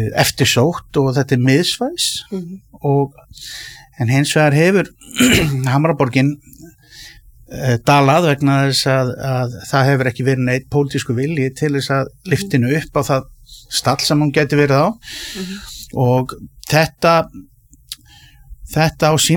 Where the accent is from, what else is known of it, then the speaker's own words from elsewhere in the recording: Kópavogur, Capital Region, Iceland; ég er Kópavogsbúi og hérna var í MK á sínu tíma